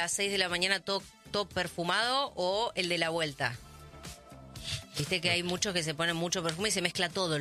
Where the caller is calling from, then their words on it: Buenos Aires, Argentina; también soy de provincia de Buenos Aires, zona sur, no tengo agua corriente, mirá, zona sur de Buenos Aires